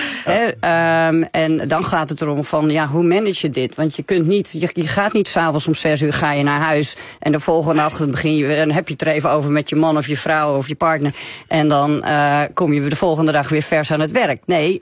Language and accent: Dutch; Netherlands; Omdat ik als Nederlander vrij direct ben.